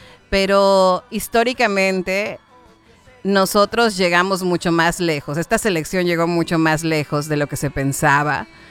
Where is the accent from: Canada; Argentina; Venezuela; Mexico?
Mexico; nosotros como mexicanos lo dejamos todo, absolutamente todo.